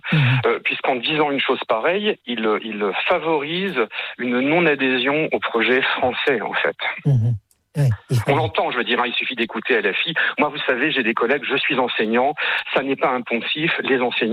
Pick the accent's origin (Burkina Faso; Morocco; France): Morocco; marocain parce que j'adore ce pays, ce sont mes racines, j'y ai des souvenirs, je file, on va dire, je dis ok, je suis Marocain.